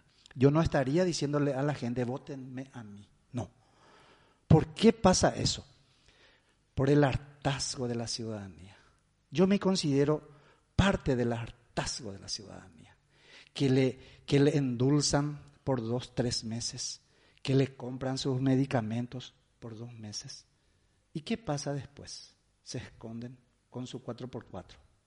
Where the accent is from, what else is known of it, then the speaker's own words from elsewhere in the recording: Juan León Mallorquín, Alto Paraná, Paraguay; now in Itá, Paraguay; desde esa época tengo residencia en la ciudad de Itá, soy oriundo de Juan León Mallorquín, Alto Paraná.